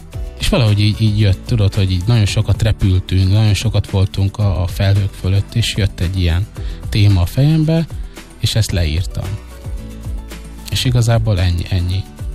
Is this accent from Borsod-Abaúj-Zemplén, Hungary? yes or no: no; Békés, Hungary; én egy békési gyerek vagyok, és az ottani cigány telep mellett nőttünk fel